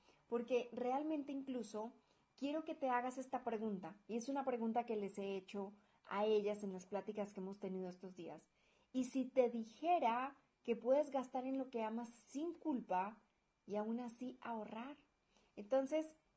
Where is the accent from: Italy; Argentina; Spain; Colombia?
Colombia; now in Guadalajara, Mexico; Recuerda que … colombiana viviendo en Guadalajara, México